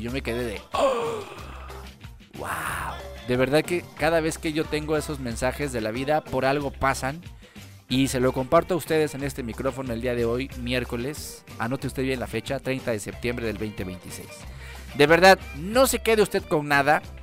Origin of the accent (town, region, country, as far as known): Mexico